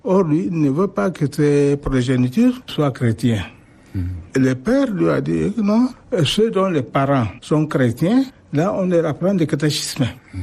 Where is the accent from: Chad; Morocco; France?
Chad; Baro, Guéra; also born or lived in Oumran; le 1er janvier 1949 à Oumran, dans le département de Mangalmé, dans un village qui s'appelle Oumran. Mais j'ai grandi à Baro, dans le canton de Ngor. Donc c'est là où j'ai grandi et j'ai fréquenté l'école.